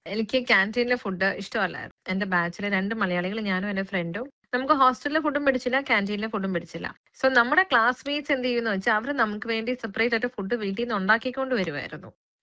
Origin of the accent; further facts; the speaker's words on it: Ernakulam, Kerala, India; എറണാകുളം സ്വദേശിയാണ്.